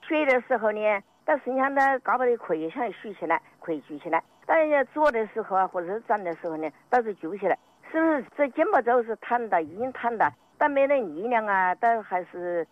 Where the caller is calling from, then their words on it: Tianmen, Hubei, China; 我是天门阳历。